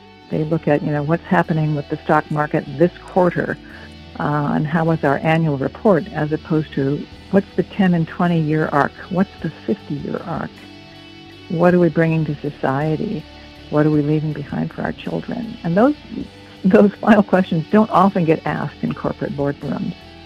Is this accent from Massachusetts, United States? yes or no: no; Flint, Michigan, United States; I was born in Flint, Michigan. My dad worked for AC Spark Plug, which was part of General Motors, for almost all of his career.